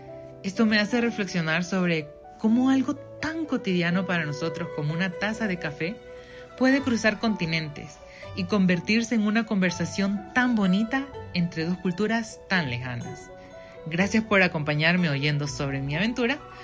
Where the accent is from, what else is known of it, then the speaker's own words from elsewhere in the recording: El Salvador; soy el primer salvadoreño y el primer latinoamericano que tenían como invitado extranjero en este espacio.